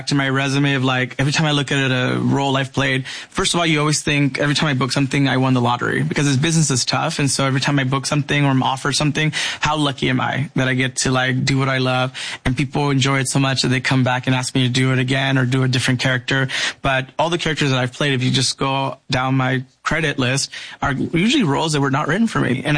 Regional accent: Los Angeles, California, United States; My parents are from Michoacán. My dad was from Sahuayo. I was born in Los Angeles. I grew up in SGV in San Gabriel Valley.

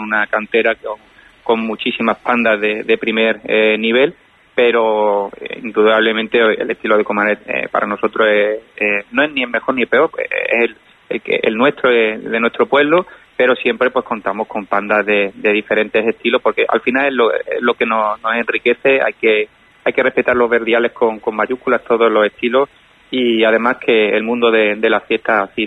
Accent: Andalusia, Spain; aquí en la provincia de Málaga, y además en una zona concreta de aquí de nuestra tierra.

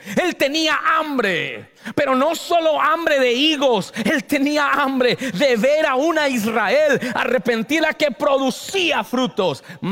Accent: Colombia; moved away; No, mijo, yo vengo de Colombia

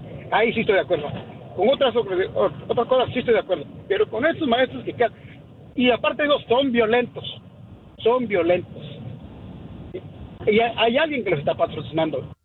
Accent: Oaxaca, Mexico; yo también soy troquero y soy de Oaxaca

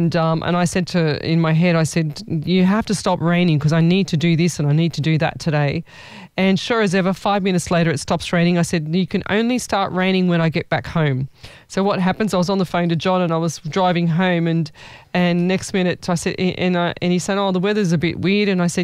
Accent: Sydney, New South Wales, Australia

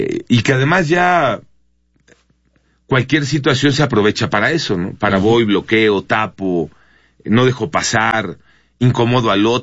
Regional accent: Mexico; de lo divertidos y lo alegres que somos los mexicanos.

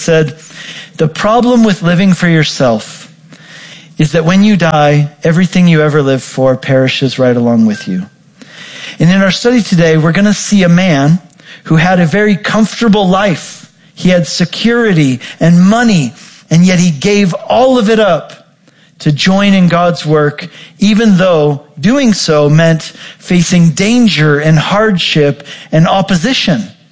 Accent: Colorado, United States; I grew up in Colorado. I love the mountains.

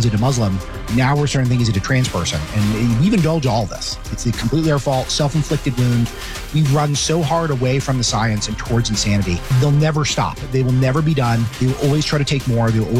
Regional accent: Los Angeles, California, United States; I was born in Cedars-Sinai Hospital, Beverly Hills. Grew up in West L.A., Walter Reed Middle School, Harvard Westlake High School, moved back to the Valley, moved to Brentwood. Now I live just north of L.A.

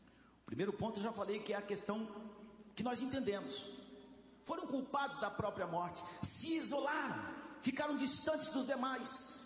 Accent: São Paulo, Brazil; accent: paulistano; Vem aqui no, na capital paulista, é aquele Rzinho nojento que a gente fala

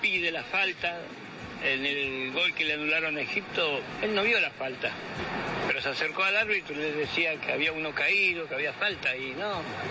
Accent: Argentina; Como argentino me da vergüenza.

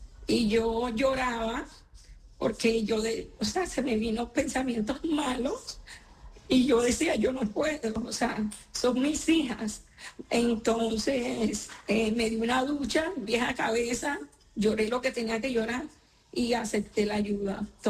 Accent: Ciénaga, Magdalena, Colombia; now in Medellín, Colombia

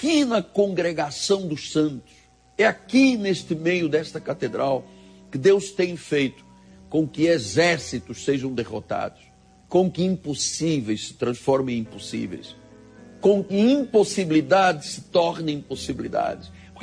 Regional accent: Angola; born there; quando eu era um jovem no exército lá em Angola, onde eu nasci, uma antiga colônia de Portugal

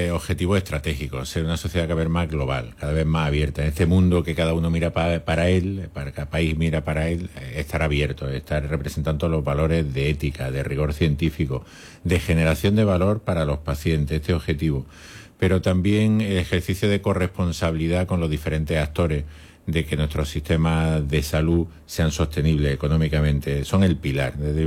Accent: Granada, Andalusia, Spain; born there; now in Almería, Spain; yo nací en Granada, pero ya me siento un almeriense más, probablemente más almeriense que cualquier almeriense

